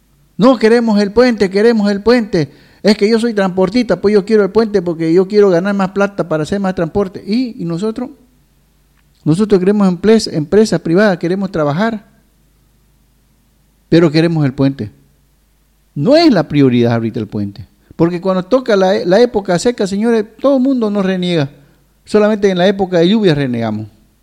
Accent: eastern lowlands, Bolivia

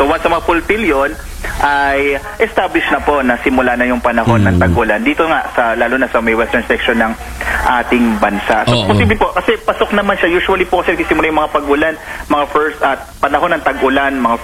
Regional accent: Central Luzon, Philippines; Ang pangalan po ng tatay ko … po sa amin sa Bataan.

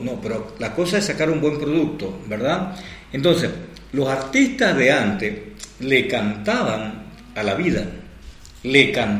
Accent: Bolivia; now in Trinidad, Bolivia; Estamos nosotros entre dos polos, occidente y oriente. Nosotros somos los orientales.

